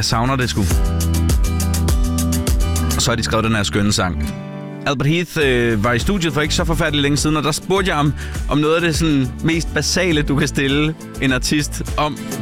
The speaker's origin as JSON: {"language": "Danish", "region": "Jutland", "country": "Denmark", "said": "som jeg som jyde føler, jeg forbinder mig ret godt med. Fordi jeg tror, at mange unge mennesker, der vokser op i Jylland"}